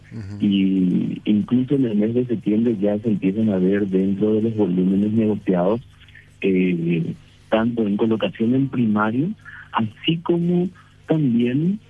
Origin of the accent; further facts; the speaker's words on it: Paraguay; como paraguayos y como inversionistas locales, estamos muy acostumbrados a la renta fija